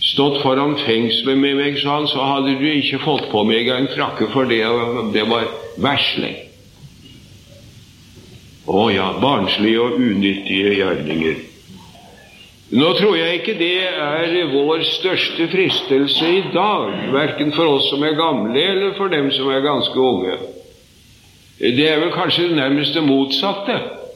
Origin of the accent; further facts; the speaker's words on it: Sarpsborg, Østfold, Norway; Da jeg var ung, i min hjemby i Sarpsborg, det var ikke så flust med penger